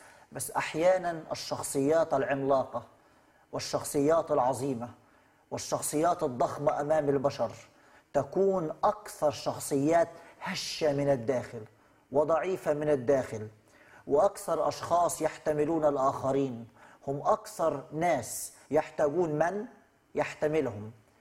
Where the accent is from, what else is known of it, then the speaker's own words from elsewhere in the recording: Upper Egypt, Egypt; عندنا في الصعيد